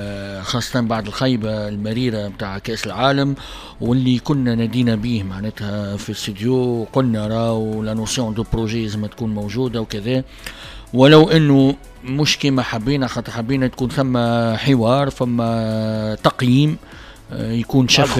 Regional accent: Tunisia

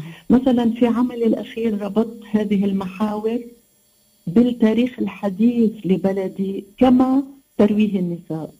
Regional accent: Lebanon; now in Paris, France; أنا بلدتي تطل على البحر في لبنان، تربيت بروحية منفتحة في المكان. هناك الكثير من الطوائف والمجتمعات المختلفة

